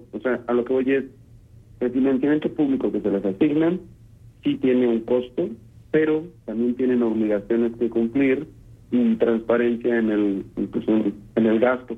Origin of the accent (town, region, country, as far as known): Mexico